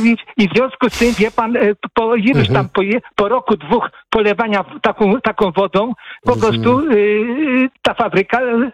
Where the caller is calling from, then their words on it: Płock, Masovian Voivodeship, Poland; Ja jestem z Płocka